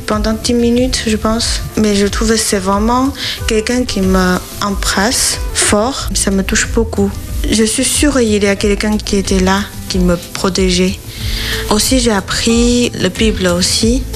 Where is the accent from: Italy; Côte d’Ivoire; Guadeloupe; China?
China; Wuhan, Hubei; French is a second language; now in France; Je viens de Chine, au centre-ville, s'appelle Wuhan, à côté de la rivière de Yangtze.